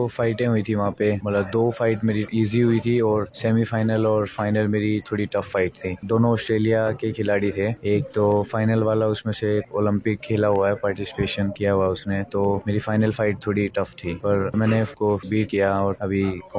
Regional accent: Delhi, India; sir मैं दिल्ली का रहने वाला हूँ, द्वारका मोड़ से यहाँ रहता हूँ मैं, द्वारका मोड़ पे

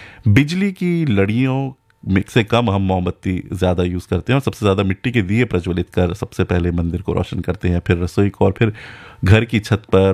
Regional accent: Uttarakhand, India; गढ़वाल उत्तराखंड से, मतलब हम भी वहीं से हैं

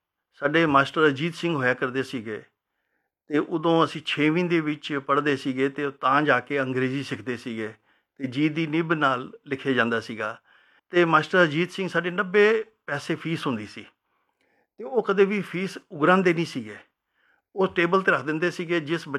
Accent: Delhi, India; also born or lived in Kanpur district, Uttar Pradesh; 5 ਕੁ ਸਾਲ ਦਾ ਸੀ ਮੈਂ ਜਦੋਂ ਅਸੀਂ ਦਿੱਲੀ ਦੇ ਵਿੱਚ ਆ ਗਏ। ਦਿੱਲੀ ਦੀ ਪੱਛਮੀ ਦਿੱਲੀ ਦੇ ਵਿੱਚ ਅਸੀਂ ਰਹਿਣ ਬਸੇਰਾ ਕੀਤਾ, ਔਰ ਉੱਥੇ ਨੇੜੇ ਹੀ ਇੱਕ ਸਕੂਲ ਸੀਗਾ, ਸੁੱਖ ਖਾਲਸਾ ਸੀਨੀਅਰ ਸੈਕੰਡਰੀ ਸਕੂਲ, ਘਰ ਦੇ ਨੇੜੇ ਸੀਗਾ।

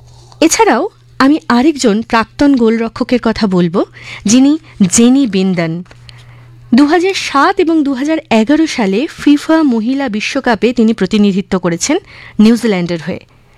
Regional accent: India; আমাদের ভারতেও

